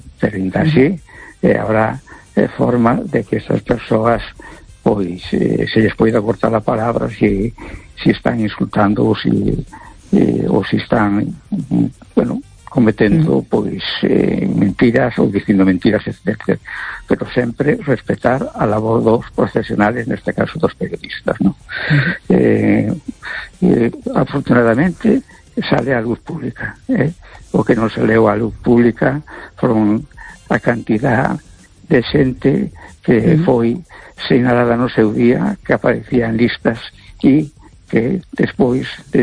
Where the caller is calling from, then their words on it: A Coruña, Galicia, Spain; Hola, buenas noches, Esther. … de Coruña.